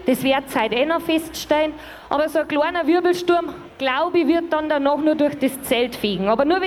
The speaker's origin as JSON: {"language": "German", "town": "Passau", "region": "Bavaria", "country": "Germany", "tie": "born there", "also_born_or_lived": "Töging am Inn", "lives_now": "Vilshofen, Germany", "said": "ich bin geboren in Passau, aber meine Mama und auch die halbe die Familie, die haben von Tüging am Inn."}